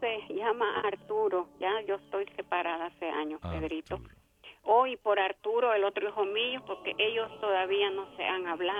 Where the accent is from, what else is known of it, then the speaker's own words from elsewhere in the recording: The Bronx, New York, United States; Usted sabe que … del Bronx, Nueva York.